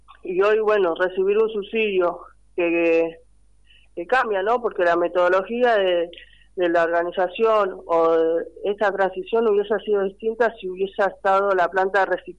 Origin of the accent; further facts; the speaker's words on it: Santa Marta, Magdalena, Colombia; Claro, sí, yo soy de acá en Santa Marta, soy del barrio cerca al Basural, y sí, yo de los 14 años que voy al Basural, a trabajar directamente